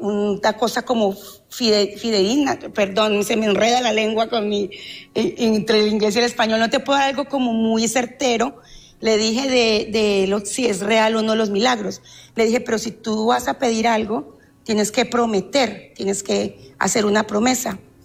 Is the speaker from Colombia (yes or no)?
yes; Palmira, Valle del Cauca, Colombia; also born or lived in Cali; te cuento que pues yo soy de Cali, pero me crié en la ciudad de Palmira.